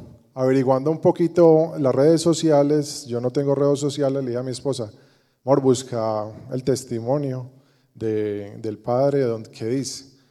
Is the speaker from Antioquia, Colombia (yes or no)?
yes; Antioquia, Colombia; nosotros como paisas somos regionalistas